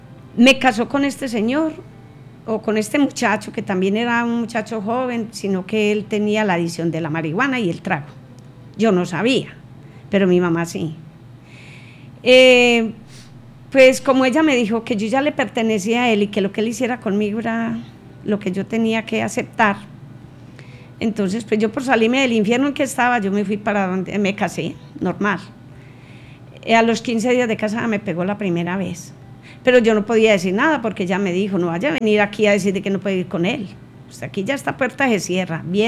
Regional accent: San Luis, Antioquia, Colombia; born there; yo soy de Oriente Antioqueño, soy de San Luis.

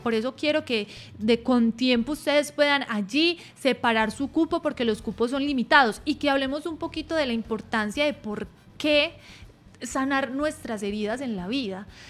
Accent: Colombia

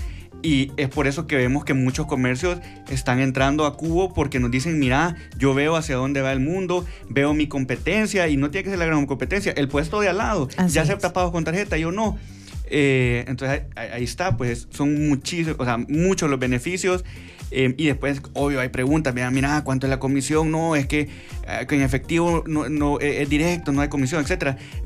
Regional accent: El Salvador; moved away as an adult; Yo soy salvadoreño, crecí acá y luego me fui a vivir fuera. Y tras 14 años afuera, regresé a El Salvador a emprender

